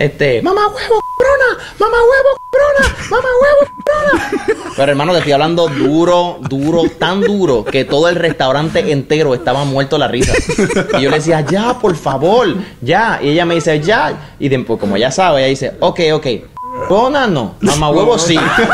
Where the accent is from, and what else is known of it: Puerto Rico